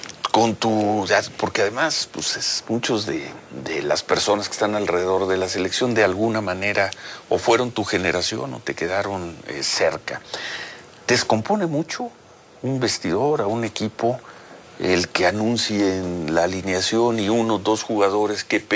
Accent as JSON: {"language": "Spanish", "country": "Mexico", "said": "somos mexicanos."}